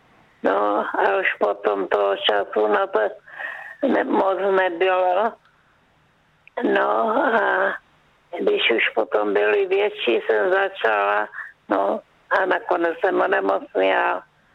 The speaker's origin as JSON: {"language": "Czech", "region": "Jeseníky", "country": "Czechia", "tie": "born or raised there", "also_born_or_lived": "Moravian Wallachia", "lives_now": "Krnov, Czech Republic", "said": "A Váchy, to je moje rodiště, naše se přestěhovali po válce 45. na Jeseníky, tak jsem tam vyrůstala. A tam jsem chodila na ty Javorníky a to tam to znám."}